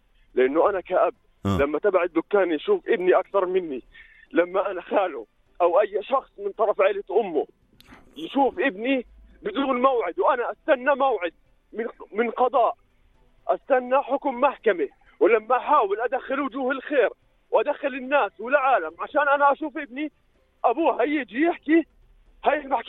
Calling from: Jordan

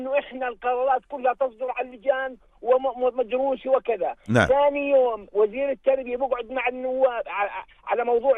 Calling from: Jordan; عندنا بالأردن

